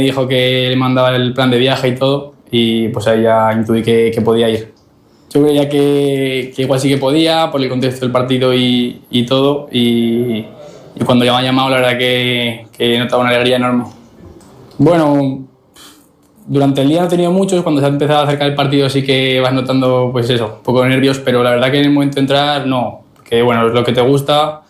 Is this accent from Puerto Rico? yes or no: no; Huesca, Aragon, Spain; yo soy aquí de Huesca toda la vida y da un poco de pena porque llevo yendo yo al campo a ver a Huesca desde que soy un crío